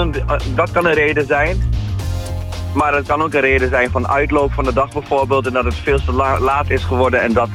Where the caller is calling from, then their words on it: Enschede, Overijssel, Netherlands; Ik kom uit Enschede, ja.